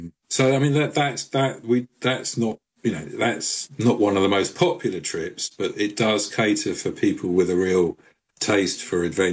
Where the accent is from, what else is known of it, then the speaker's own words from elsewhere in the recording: London, United Kingdom; and as a Londoner, I'm fascinated by at that point the biggest city in Europe, the most dynamic city.